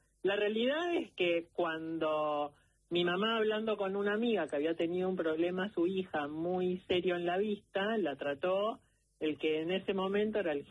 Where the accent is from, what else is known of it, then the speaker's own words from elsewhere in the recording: Argentina; Soy argentina.